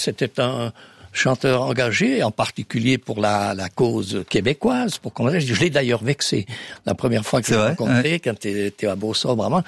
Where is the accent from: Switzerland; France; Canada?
Switzerland; que ce soit chez nous en Suisse